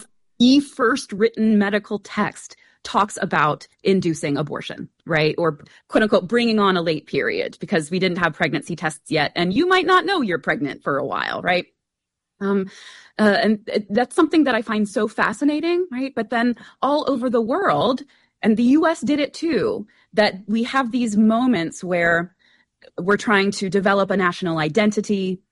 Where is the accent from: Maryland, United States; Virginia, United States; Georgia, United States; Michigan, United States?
Virginia, United States; Virginia, my home state